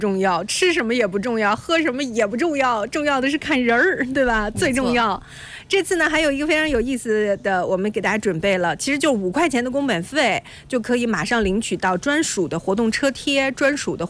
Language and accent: Chinese; Jinan, Shandong, China; 我当时确实是作为济南长大的啊，你看我这儿也有湖也有大明湖